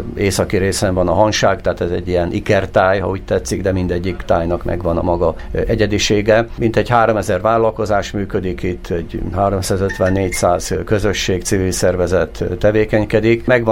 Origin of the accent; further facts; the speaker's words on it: Győr-Moson-Sopron, Hungary; ott a Rába közben, ami az én szülőföldem